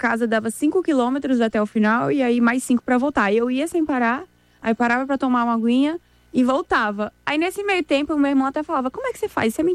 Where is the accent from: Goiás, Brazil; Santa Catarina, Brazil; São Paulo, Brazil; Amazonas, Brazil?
São Paulo, Brazil; born there; also born or lived in Recife; porque eu morava aqui em São Paulo, eu nasci aqui em São Paulo.